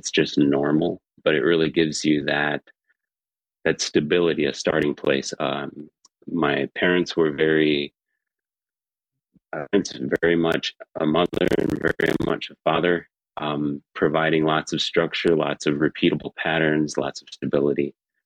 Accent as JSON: {"language": "English", "town": "Freeport", "region": "Illinois", "country": "United States", "tie": "born or raised there", "also_born_or_lived": "Monroe, Wisconsin", "said": "So Freeport, Illinois is where generations of my family had lived. And it just so happened that Freeport's like 20 minutes from the Wisconsin border. So the hospital across the border was better. So I was born in Wisconsin"}